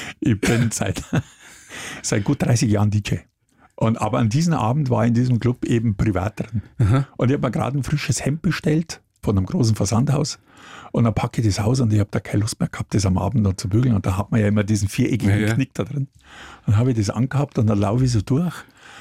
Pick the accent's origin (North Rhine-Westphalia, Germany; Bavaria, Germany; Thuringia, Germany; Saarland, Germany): Bavaria, Germany; Munich; die laden mich als Münchner